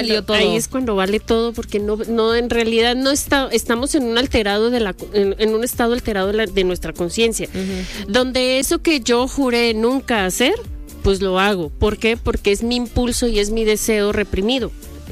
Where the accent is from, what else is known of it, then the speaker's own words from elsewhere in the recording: Colombia; now in Guadalajara, Mexico; yo sí soy colombiana.